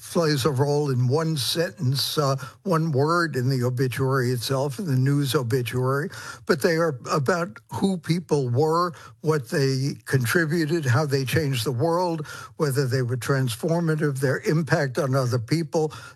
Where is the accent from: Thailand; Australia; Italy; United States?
United States; Brooklyn, New York; born or raised there